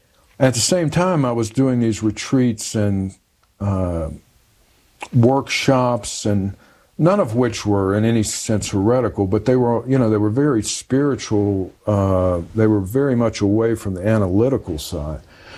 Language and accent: English; the South, United States; You know, I grew up in the South.